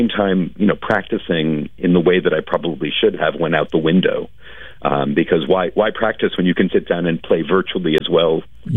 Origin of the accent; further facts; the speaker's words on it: Scarsdale, New York, United States; I grew up in Scarsdale, New York, just down the street from Greenwich, where I'm now working.